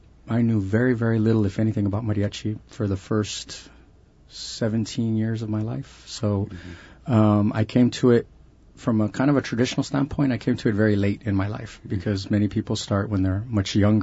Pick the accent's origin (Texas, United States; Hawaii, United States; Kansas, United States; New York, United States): Texas, United States; San Antonio; moved away; But I'm from Texas originally. I'm from the city of San Antonio.